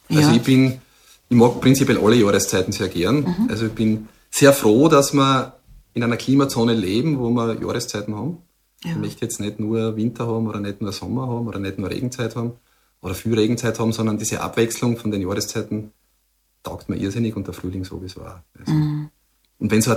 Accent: Eibiswald, Styria, Austria; wenn ich sage, ich komme aus Eibiswald, dann schauen wir mal an und denken sie, ja, wo ist das? Dann könnte ich sagen, naja, das ist südlich von Graz

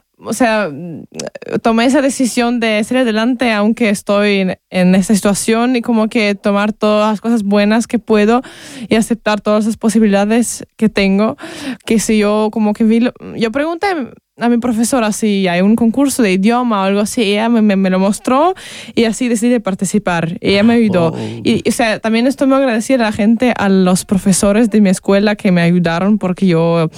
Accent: Ukraine; Spanish is a second language; now in Austria

